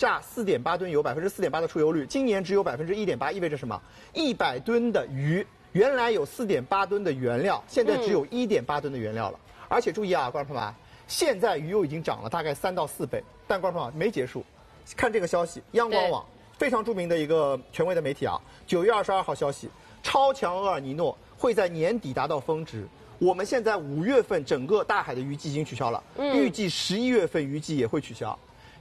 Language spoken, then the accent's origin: Chinese; China; 我们中国人